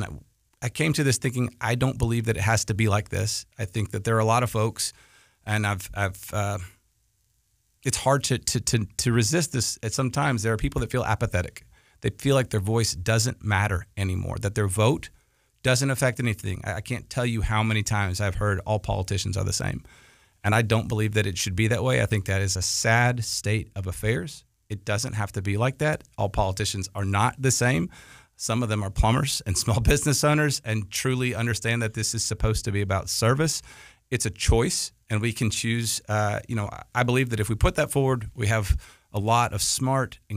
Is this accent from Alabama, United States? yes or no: yes; Huntsville, Alabama, United States; moved away as an adult; also born or lived in Boston / New York City; I tell folks I'm really from Huntsville, and the way you know that is because I came home from Humana Hospital, not Huntsville Hospital.